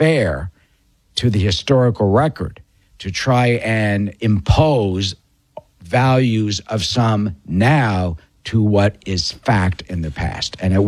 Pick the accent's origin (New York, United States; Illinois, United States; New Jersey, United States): New York, United States; Manhattan; I grew up in Manhattan, in New York, and would go by the Museum of Natural History all the time.